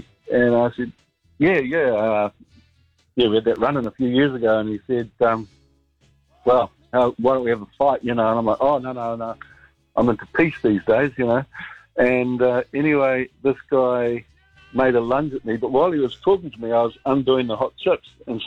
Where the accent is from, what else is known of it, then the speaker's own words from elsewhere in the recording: Gisborne, New Zealand; This was growing up in Gisborne. I've been to Tel Aviv, I've been to Glasgow, London, and I often say to people that growing up in Gisborne in the 80s was the roughest place